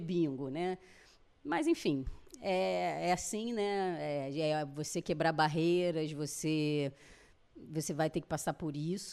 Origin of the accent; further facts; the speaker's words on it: Rio de Janeiro, Brazil; Eu sou muito carioca, assim, da gema, né?